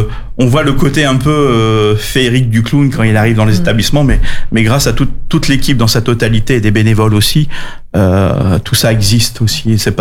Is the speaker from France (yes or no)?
yes; France; also born or lived in Belgium; Moi, je suis français, elle est espagnole, et puis on avait envie d'entrer en France. Et nous sommes rentrés sur le secteur de la Dordogne